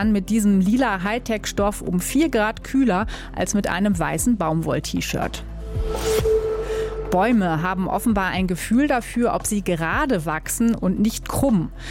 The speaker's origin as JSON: {"language": "German", "town": "Nordenham", "region": "Lower Saxony", "country": "Germany", "said": "Nee, ich bin aus Nordenham."}